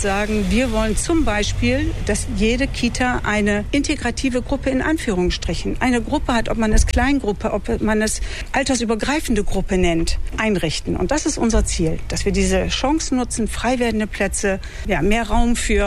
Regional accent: Georgsmarienhütte, Lower Saxony, Germany; Ich komme aus Georgsmarienhütte.

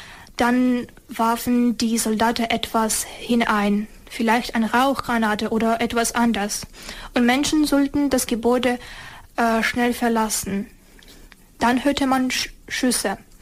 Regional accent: Hostomel, Kyiv Oblast, Ukraine; also born or lived in Zhytomyr; Also, eigentlich bin ich in Jedoma geboren, aber danach sind meine Eltern und ich nach Kiew umgezogen. Ja, aber den großen Teil meines Lebens habe ich jedoch im Hostomel gelebt. So, es ist ein kleiner Staat in der Region Kiew.

